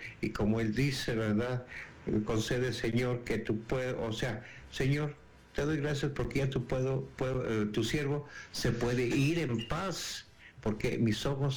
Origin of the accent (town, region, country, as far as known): Mexico